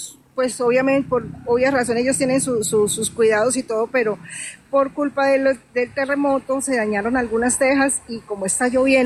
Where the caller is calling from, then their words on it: Pereira, Risaralda, Colombia; Yo me encuentro en Pereira.